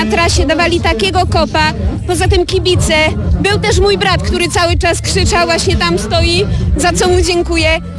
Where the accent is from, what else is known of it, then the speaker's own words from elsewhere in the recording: Nakło, Opole Voivodeship, Poland; przyjechałam z Nakła, to taka miejscowość pod Opolem